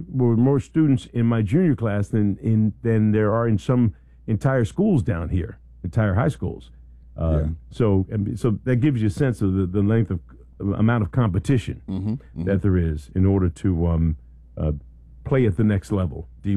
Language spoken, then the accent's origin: English; Philadelphia, Pennsylvania, United States; moved away; I'm from Philly.